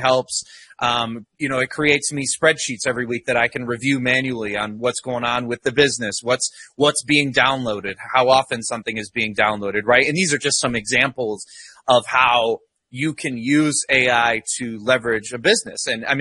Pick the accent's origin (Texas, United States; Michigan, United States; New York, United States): Michigan, United States; But, I grew up in West Michigan. That's where I'm originally from, and pretty normal childhood. But I lost my sight completely when I was 9.